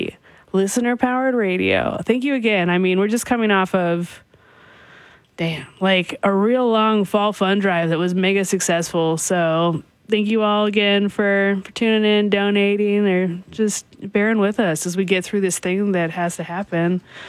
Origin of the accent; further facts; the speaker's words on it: Bay Area, California, United States; now in Seattle, United States; Growing up in the Bay Area, no haunted corn mazes, like none whatsoever. This is like a very Washington thing that I didn't get to experience till I lived up here.